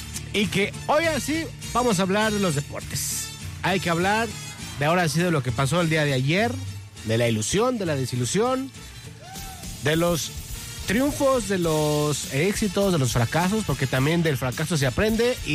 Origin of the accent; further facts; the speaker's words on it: Mexico; nosotros también como mexicanos